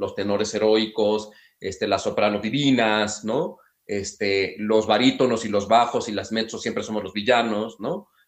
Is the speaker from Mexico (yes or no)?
yes; Mexico; Y pues somos mexicanos.